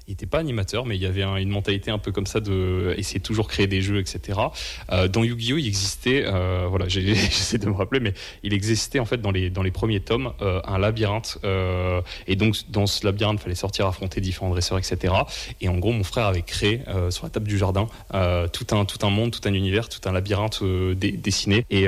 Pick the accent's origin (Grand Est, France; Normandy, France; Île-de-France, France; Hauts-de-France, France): Hauts-de-France, France; Lille; born or raised there